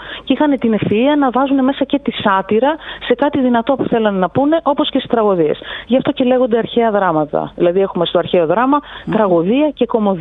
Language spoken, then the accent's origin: Greek; Greece